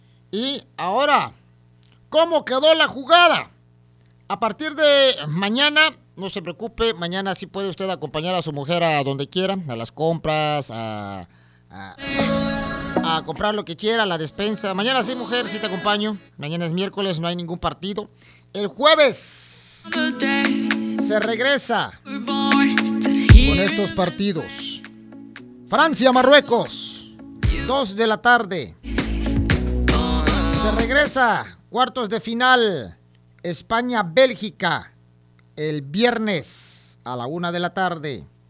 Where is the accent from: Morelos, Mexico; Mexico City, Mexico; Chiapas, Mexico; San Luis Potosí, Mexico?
Chiapas, Mexico; Arriaga; Soy de México. Soy de aquí. Soy de Arriaga. De acá del barrio Hollywood. Pues ahí en mi mapa geográfico dice soy mexicano.